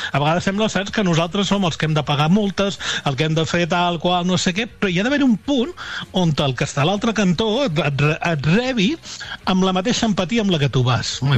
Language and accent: Catalan; L'Ametlla del Vallès, Catalonia, Spain; la que baixa cap a Vigues i cap al meu poble, a l'Ametlla